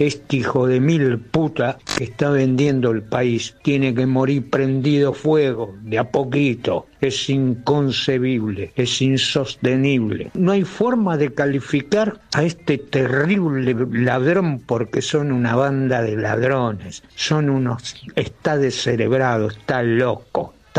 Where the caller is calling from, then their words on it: Mar del Plata, Buenos Aires Province, Argentina; Buen día, Mario. … de Mar del Plata.